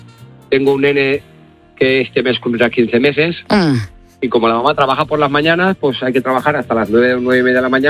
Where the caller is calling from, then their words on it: Benaguasil, Valencian Community, Spain; Estoy en Benaguacil. Hombre. En Benaguacil, un pueblo